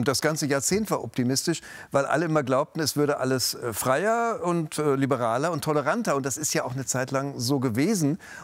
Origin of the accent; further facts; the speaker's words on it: Munich, Bavaria, Germany; Weil ich bin ja aus München und da ist man ja gewöhnt, dass Bayern immer oben steht.